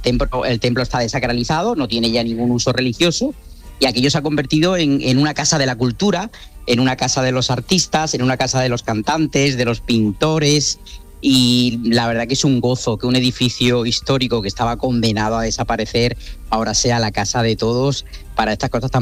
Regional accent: Region of Murcia, Spain; born there; now in Granada, Spain; Yo soy murciano de nacimiento y vivo en Andalucía desde hace muchísimos años, en Granada.

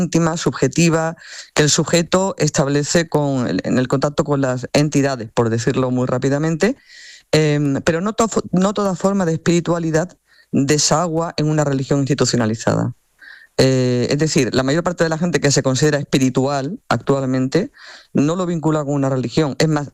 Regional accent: Spain

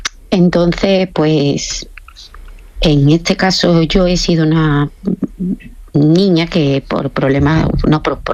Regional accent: Spain; nosotros somos de Cama, que somos muy conocidos en Cama

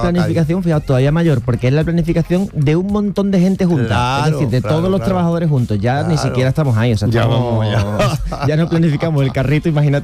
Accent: Cádiz, Andalusia, Spain; born there; Bueno, yo nací en Cádiz y entonces...

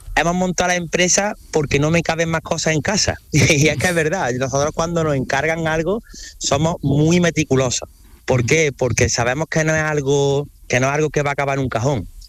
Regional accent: Córdoba, Andalusia, Spain; Siendo de Córdoba

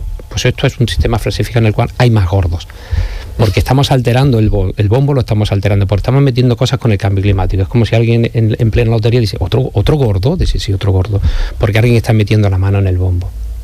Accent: Andalusia, Spain

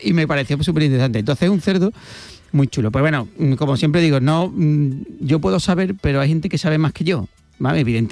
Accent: Huelva, Andalusia, Spain; nosotros en Huelva

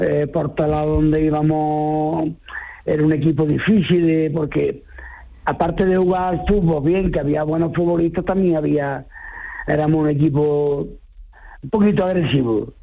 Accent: Córdoba, Andalusia, Spain; jugar en el Córdoba, que es mi tierra

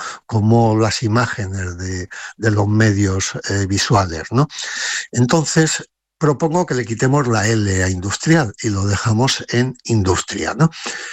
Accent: Andalusia, Spain; El problema de reconocernos como andaluces con una dimensión diferente, ¿no?

